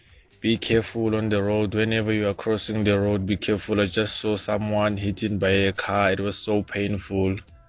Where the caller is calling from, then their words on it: Pretoria, Gauteng, South Africa; from Pretoria.